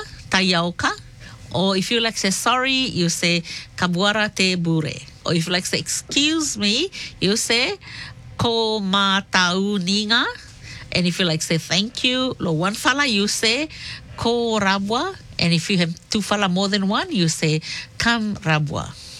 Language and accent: English; Solomon Islands; I am from Lo Kiribati, Ngai Kain, Solomon Islands.